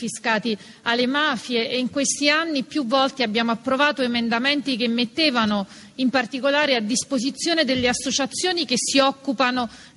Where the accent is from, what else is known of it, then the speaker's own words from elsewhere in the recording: Giugliano in Campania, Campania, Italy; Io sono di Giugliano, una grande città non capoluogo, 130.000 abitanti